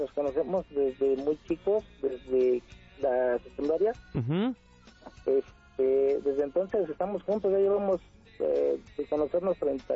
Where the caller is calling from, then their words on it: Mexico City, Mexico; Mira, hablo de aquí de la alcaldía Iztapalapa.